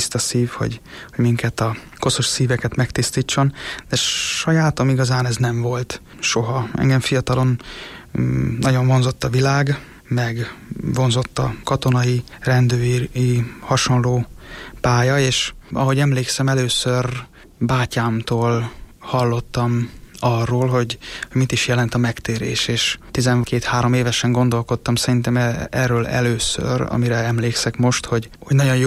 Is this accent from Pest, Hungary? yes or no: yes; Százhalombatta, Pest, Hungary; Én ide születtem már Százszalombattára, és tényleg egy ilyen közegbe nőttem föl